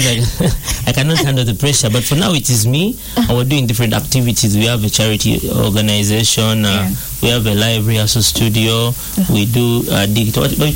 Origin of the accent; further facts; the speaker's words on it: Uganda; I was from Kamwich